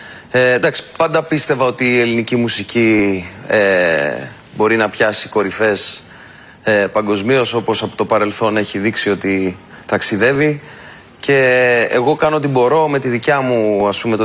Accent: Lefkada, Ionian Islands, Greece; επειδή είμαι και εγώ νησιώτης, είναι και αυτός από την Τζιά, εγώ είμαι από Λευκάδα

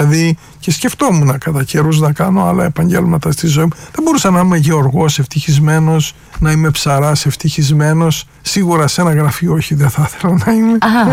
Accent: Greece; moved away as an adult; now in France

